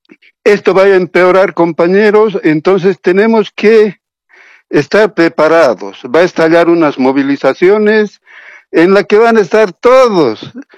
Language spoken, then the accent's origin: Spanish; Oruro, Bolivia; en Oruro, de donde soy yo